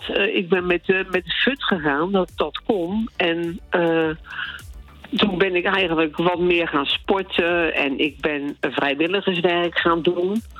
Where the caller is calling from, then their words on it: Barendrecht, South Holland, Netherlands; Ik ben met pensioen en ik woon in Barendrecht.